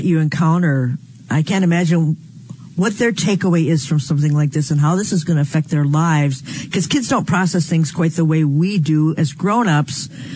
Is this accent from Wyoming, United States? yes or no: no; Appleton, Wisconsin, United States; We've had tornadoes in Appleton. I'm from Appleton.